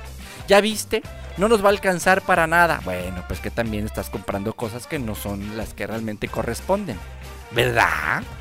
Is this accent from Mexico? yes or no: yes; Mexico; somos como buenos mexicanos